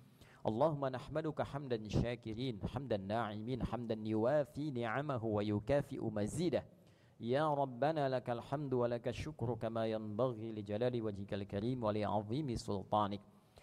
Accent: Indonesia; اللهم احفظ بلادنا اندونيسيا

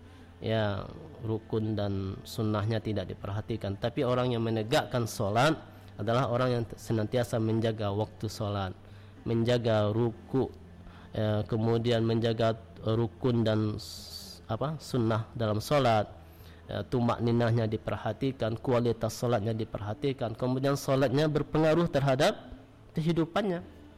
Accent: Indonesia; di kampung kami Badal Indrapura

